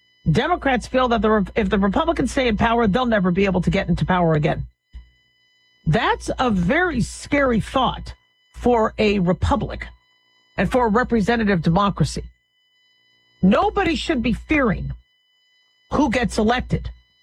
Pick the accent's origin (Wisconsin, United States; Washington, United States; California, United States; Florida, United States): California, United States; born there; California is one of my favorite states. I was born there.